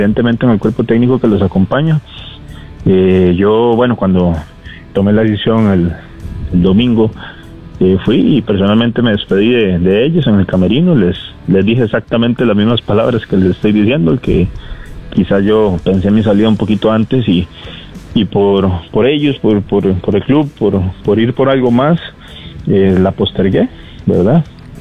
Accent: San Carlos, Alajuela, Costa Rica; yo soy de San Carlos

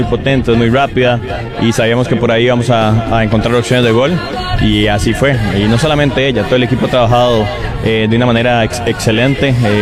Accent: Alajuela, Costa Rica; yo soy de Alajuela también

